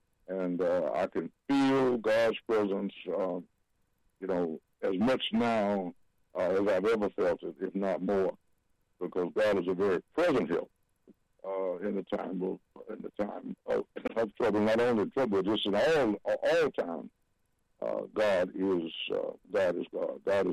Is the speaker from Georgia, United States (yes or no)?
yes; Atlanta, Georgia, United States; now in Detroit, United States; Well, I was born in Atlanta, and then at age 9, my family moved to the city of Detroit and attended the schools here in Detroit at that early age, and then we moved back to Atlanta.